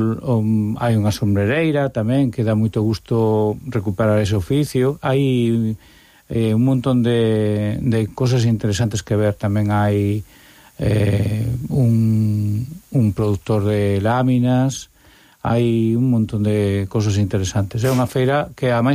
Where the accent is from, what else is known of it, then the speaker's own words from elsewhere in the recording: Santiago de Compostela, Galicia, Spain; eu son de Santiago e teño que comer fora cada vez que veño aquí